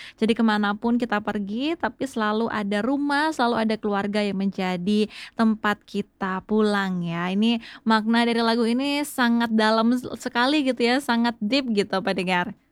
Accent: Bali, Indonesia; sebagai warga Bali

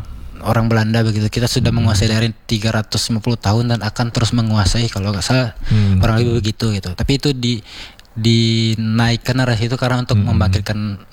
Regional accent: West Sumatra, Indonesia; sesama kita orang Minang

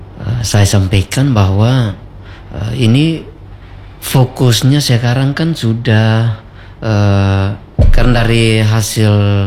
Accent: Rote, East Nusa Tenggara, Indonesia; yang ada di Rote khususnya ya di daerah saya sendiri

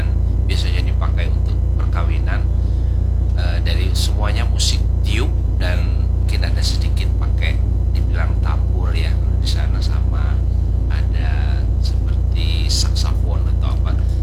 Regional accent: Minahasa, North Sulawesi, Indonesia; born there; now in Banjarmasin, Indonesia; Kalau saya karena kan orang asli sana

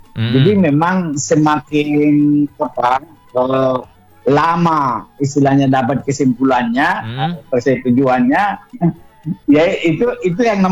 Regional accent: North Sumatra, Indonesia; born there; moved away; di kampung saya itu, di kampung kita sana di daerah Batak.

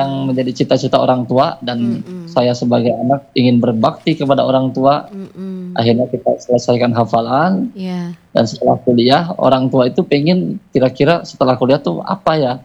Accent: Majalengka, West Java, Indonesia; also born or lived in Bandung / Cirebon; Saya asli dari Majalengka. Saya sekolah di Majalengka kira-kira sampai SMP, lalu SMA saya pindah ke Bandung.

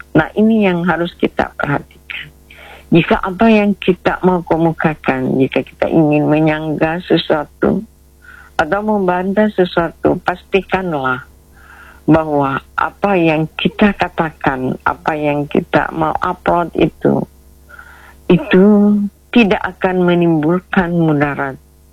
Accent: South Sulawesi, Indonesia; kita sebagai orang Bugis

